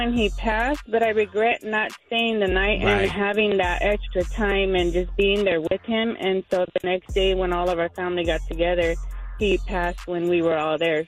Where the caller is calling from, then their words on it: Redlands, California, United States; I'm calling from Redlands.